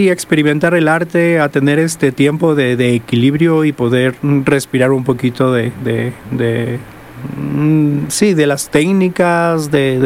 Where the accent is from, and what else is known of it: Quito, Pichincha, Ecuador; born there; now in Cuenca, Ecuador